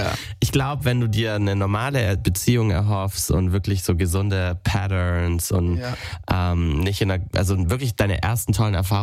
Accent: Stuttgart, Baden-Württemberg, Germany; now in Berlin, Germany; Nein, ich muss ja sagen, ich bin ja auch aus Stuttgart nach Berlin gezogen.

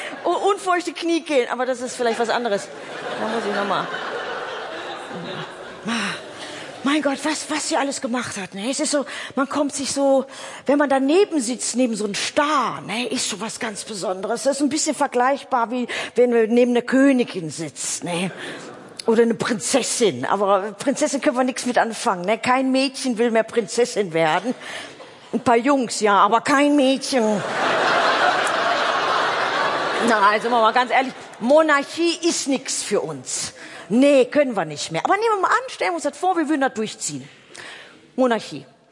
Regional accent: Oberhausen, North Rhine-Westphalia, Germany; Ich komme aus Oberhausen-Altstaaten. Wie hört sich das denn an? Ne? Der ist mitten im Ruhrpott.

